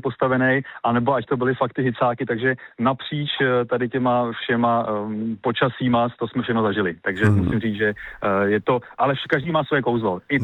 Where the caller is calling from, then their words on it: Most, Ústí nad Labem Region, Czechia; protože jsme oba z Mostu